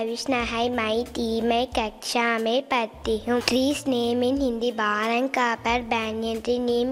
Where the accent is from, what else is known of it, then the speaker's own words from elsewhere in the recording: Namakkal, Tamil Nadu, India; Namakkal.